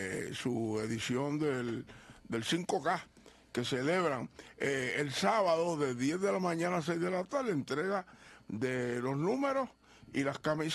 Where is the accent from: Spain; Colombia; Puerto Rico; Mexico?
Puerto Rico; Canóvanas; donde yo me crié en Canóvana, en la calle Muñoz Rivera, era en esa calle, era la última casa del pueblo